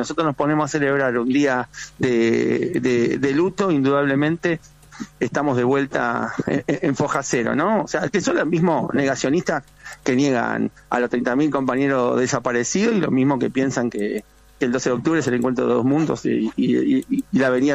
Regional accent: Argentina; quienes somos los argentinos

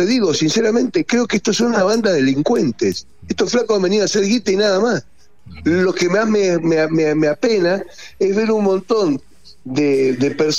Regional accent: Argentina; somos argentinos.

